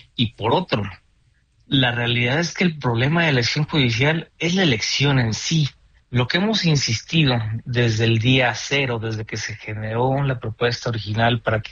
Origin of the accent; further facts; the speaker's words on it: Mexico; como los mexicanos y las mexicanas la conocemos hoy en día